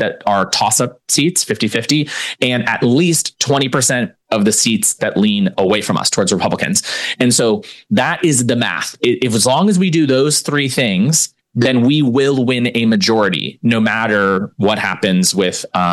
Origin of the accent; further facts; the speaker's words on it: Ohio, United States; moved away as an adult; now in New York, United States; I'm a fellow Midwesterner. I'm from Ohio and am a Buckeye.